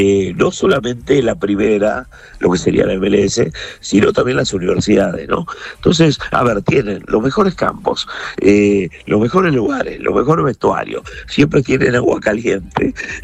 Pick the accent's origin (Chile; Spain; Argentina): Argentina; los argentinos lo miramos de otra manera